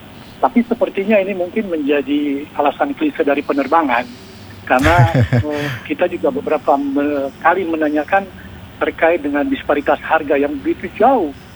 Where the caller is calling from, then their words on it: Papua, Indonesia; Dan kita, warga Papua, merasa biasa saja